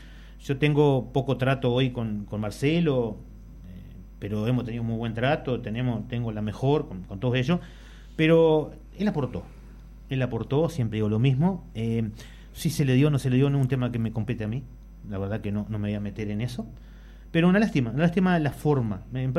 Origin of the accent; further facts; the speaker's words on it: Salto, Uruguay; venimos de Salto.